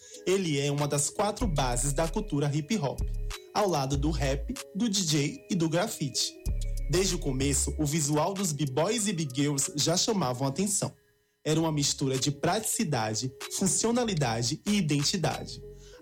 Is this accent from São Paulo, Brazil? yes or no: no; Mundo Novo, Bahia, Brazil; now in Salvador, Brazil; sou de Mundo Novo e moro em Salvador.